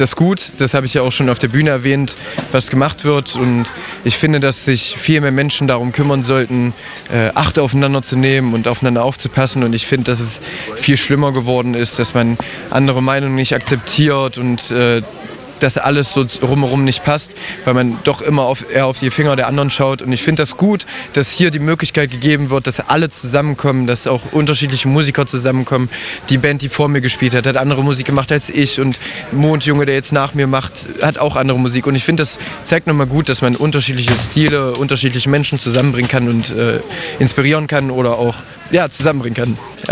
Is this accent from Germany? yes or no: yes; Nachterstedt, Saxony-Anhalt, Germany; ich bin 23 Jahre. Ich komme aus Nachterstedt, liegt ja nicht weit von hier.